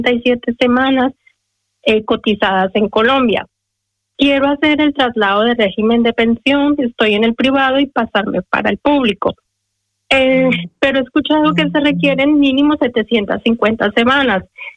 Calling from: Madrid, Community of Madrid, Spain; me comunico de Madrid.

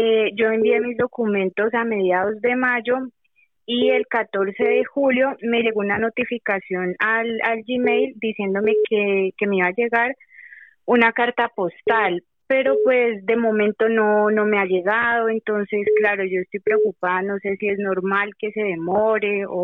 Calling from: Madrid, Community of Madrid, Spain; me comunico desde Madrid.

